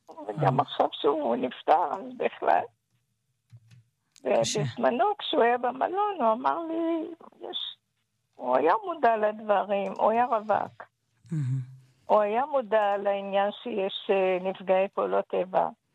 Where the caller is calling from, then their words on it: Ramat Gan, Tel Aviv District, Israel; אנחנו מרמת גן